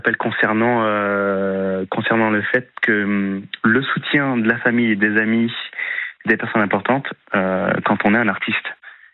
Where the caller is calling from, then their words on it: Choisy-le-Roi, Île-de-France, France; J'appelle du 94 de Choisy-le-Roi.